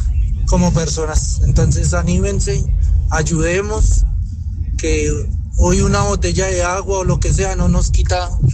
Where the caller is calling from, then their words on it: Colombia; los colombianos somos guerreros y vamos para adelante.